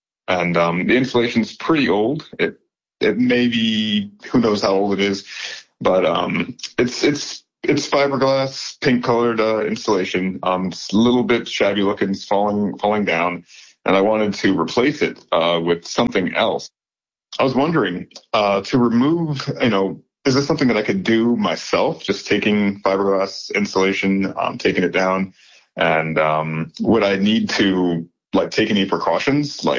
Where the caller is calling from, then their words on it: Hazel Park, Michigan, United States; I'm calling from Hazel Park, Michigan.